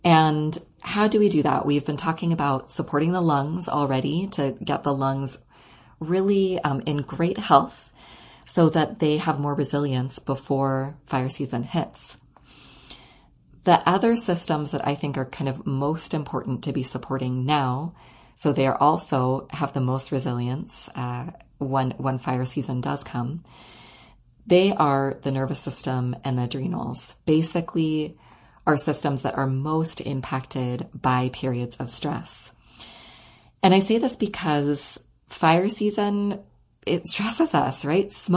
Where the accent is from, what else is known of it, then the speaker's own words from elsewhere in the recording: Orange County, California, United States; now in San Francisco Bay Area, United States; I grew up in Orange County and I have most of my family in LA County and in Orange County.